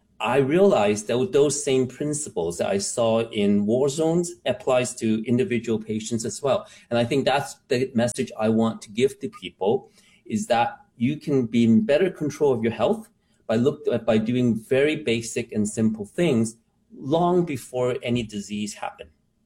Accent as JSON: {"language": "English", "country": "Canada", "tie": "born or raised there", "said": "Now, I am Chinese. I grew up in Canada, but I still had a very tight fundamental understanding with the Tao understanding of traditional Chinese medicines."}